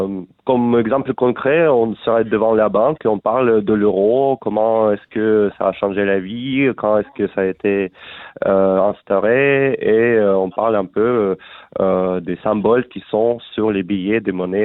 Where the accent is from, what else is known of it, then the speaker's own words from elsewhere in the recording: Russia; now in France; Je peux faire en russe si vous voulez. Je suis russe, donc.